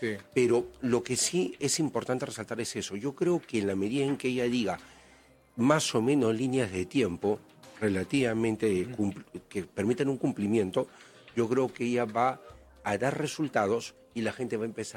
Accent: Peru

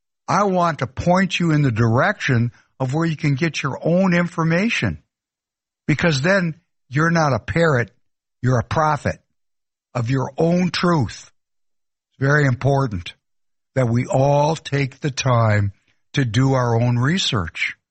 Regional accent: United States

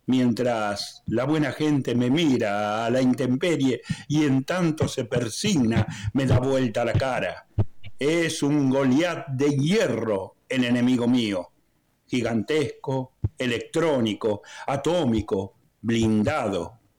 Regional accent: Argentina; born there; moved away; de mi país natal, Argentina

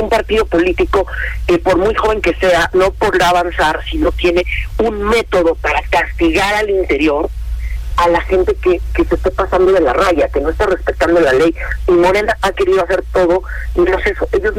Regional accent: Mexico; somos los mexicanos de origen

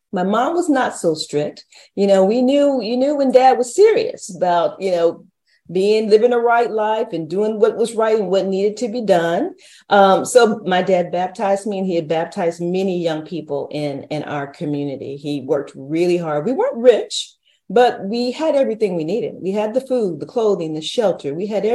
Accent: San Antonio, Texas, United States; born there; I was born in San Antonio, Texas. My father was a Baptist pastor for 50 years, and my mother was a postpartum nurse. And they had four children. I'm the second of four.

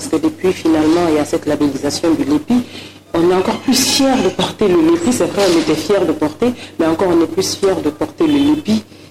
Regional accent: Guinea; Chez nous, surtout que quand on est africain, on est guinéen

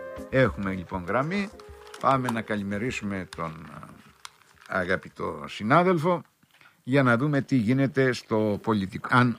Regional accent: Crete, Greece; moved away; στην πατρίδα μου την Κρήτη

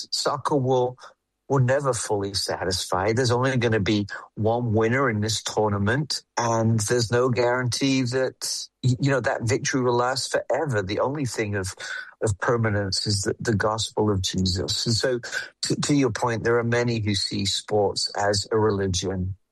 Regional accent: England, United Kingdom; Growing up in England, when I was looking for an identity, football provided it.

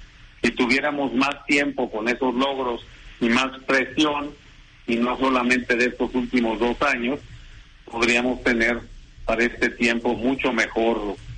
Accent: Zacatecas, Mexico; pues tú ves lo que pasó allá en mi tierra, Zacatecas, ¿verdad?

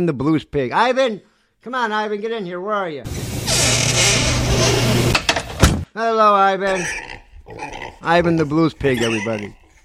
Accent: Chicago, Illinois, United States; It's about my hometown, ….

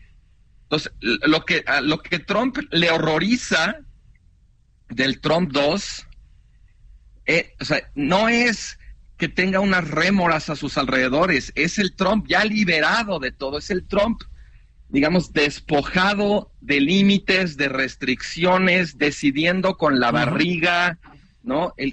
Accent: Mexico; Cuando dice con nosotros fue muy respetuoso, ese nosotros no somos los mexicanos.

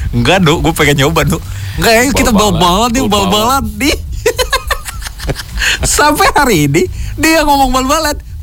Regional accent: Java, Indonesia; accent: medok; udah lidah orang Jawa.

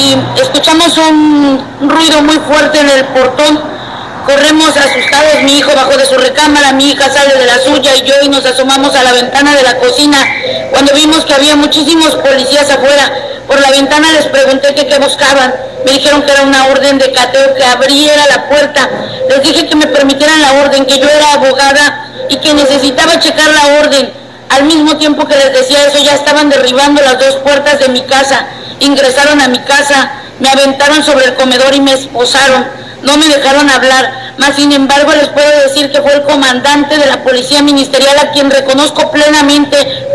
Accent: Veracruz, Mexico; pedí asilo político para irme de mi tierra, a donde yo he trabajado, donde hice un patrimonio para mí, para mis hijos. Y hoy tengo que huir de Veracruz

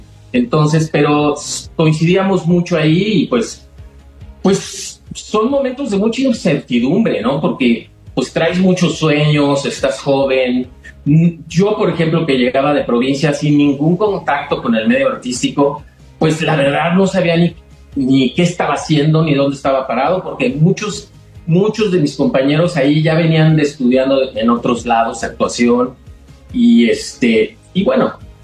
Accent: Poza Rica, Veracruz, Mexico; born there; yo nací en Poza Rica, Veracruz. Y en aquel entonces, o sea, yo tengo 15 entrados en 16

